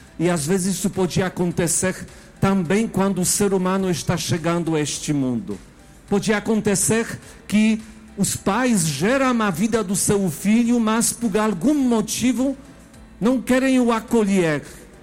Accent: Poland; accent: Polish; Portuguese is a second language; moved away; Eu sou polonês, por isso este sotaque diferente.

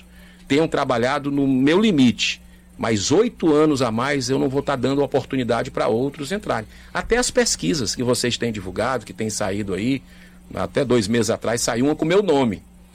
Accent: Fortaleza, Ceará, Brazil; Olha, eu sou um apaixonado pelo Ceará. Nasci aqui em Fortaleza, né, a minha vida inteira nessa terra

